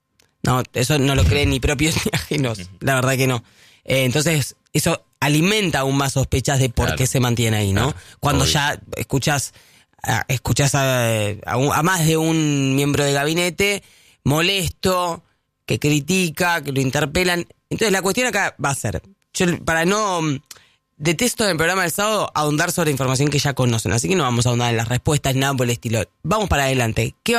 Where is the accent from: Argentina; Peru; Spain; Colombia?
Argentina